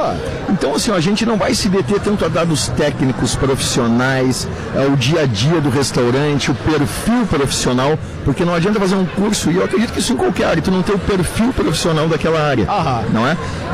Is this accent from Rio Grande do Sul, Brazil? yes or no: yes; Rio Grande, Rio Grande do Sul, Brazil; moved away as an adult; now in Pelotas, Brazil; Eu sou natural de Rio Grande